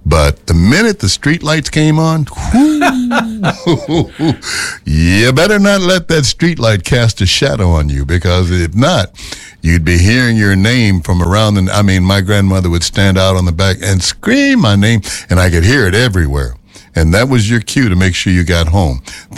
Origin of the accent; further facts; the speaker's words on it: Memphis, Tennessee, United States; now in Minnesota, United States; I've been to so many places in the United States, and my hometown of Memphis